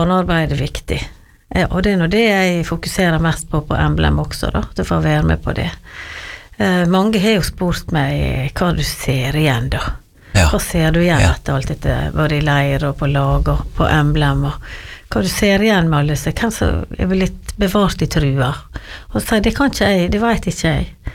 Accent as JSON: {"language": "Norwegian", "town": "Giske", "region": "Møre og Romsdal", "country": "Norway", "tie": "born or raised there"}